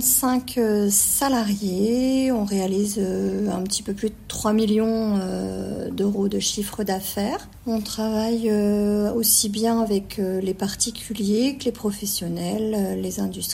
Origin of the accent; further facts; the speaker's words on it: Bourgogne-Franche-Comté, France; moved away as an adult; je suis originaire de Lyon. C'est pour ça que j'ai commencé mon parcours professionnel sur la région lyonnaise. Mais je suis attachée quand même à mes racines et je suis revenue dans Lyon.